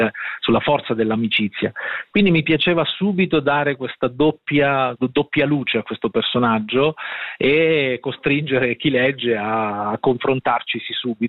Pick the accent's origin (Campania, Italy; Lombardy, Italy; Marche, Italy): Marche, Italy; Sant'Elpidio a Mare; la mia paese o città di origine si chiama Sant'Elpidio a Mare, però non c'è il mare. La cosa buffissima è questa, no? Un po' come Adriatica, una città che c'è ma non esiste. Il mio paese si chiama Sant'Elpidio a Mare, ma è in collina, e quindi il mare si vede solo da lontano.